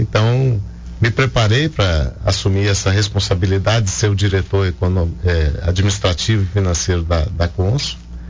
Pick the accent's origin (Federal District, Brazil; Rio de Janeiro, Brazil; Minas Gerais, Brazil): Minas Gerais, Brazil; Ipatinga; also born or lived in Coronel Fabriciano; Da terrinha mesmo, criado em Patinga, né? Sou caçula, irmão caçula de 7 filhos.